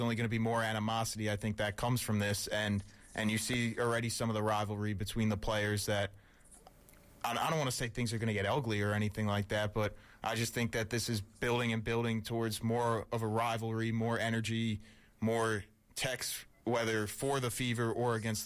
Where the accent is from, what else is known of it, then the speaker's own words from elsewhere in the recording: New York, United States; As a New Yorker